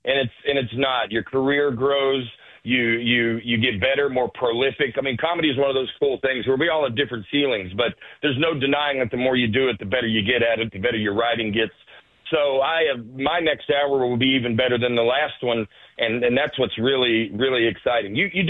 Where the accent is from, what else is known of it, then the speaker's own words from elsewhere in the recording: Huntsville, Alabama, United States; also born or lived in Charleston / Tysons Corner, Virginia; I grew up in a unique place, Huntsville, Alabama. Harvest is right outside of Huntsville, Alabama. So it's a smarter place. It's per capita, most engineers in the country. You got NASA, missile defense.